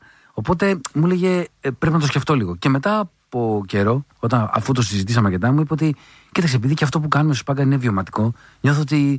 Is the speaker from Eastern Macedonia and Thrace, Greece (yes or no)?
yes; Drama, Eastern Macedonia and Thrace, Greece; Εγώ μεγάλωσα στη Δράμα, όπου στη Μακεδονία και στη Θράκη τα διονυσιακά δρόμενα είναι